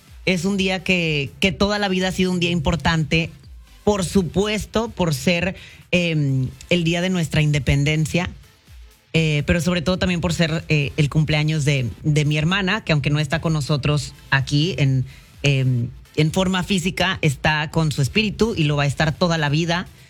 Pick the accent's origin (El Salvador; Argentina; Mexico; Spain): Mexico; moved away; mis hermanos y yo nacimos también en este país. Pero yo me crié en México. No soy mexicana solamente porque mis papás lo son. Soy mexicana, no de nacimiento, pero soy mexicana porque viví.